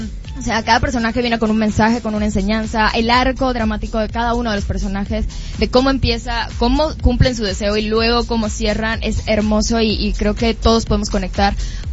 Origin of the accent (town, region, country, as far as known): Matanzas, Cuba; born there